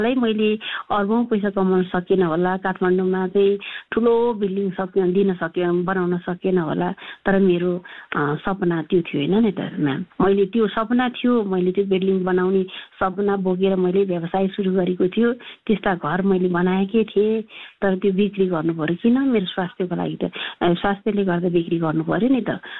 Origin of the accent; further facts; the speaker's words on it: Gundu, Bagmati, Nepal; born there; म जन्मेको चाहिँ भक्तपुरको गुन्डु, अहिले जहाँ फेमस नै छ गुन्डु भन्ने ठाउँ।